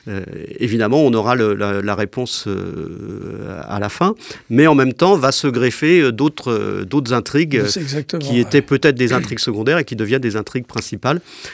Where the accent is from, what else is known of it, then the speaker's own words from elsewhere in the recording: Saint-Herblain, Pays de la Loire, France; moved away; also born or lived in Nantes; moi, je suis né à Saint-Herblain. Enfin, je suis né à Nantes, mais j'ai vécu à Saint-Herblain. J'étais à Camus, donc j'ai vécu ma jeunesse dans l'environnement de Bellevue.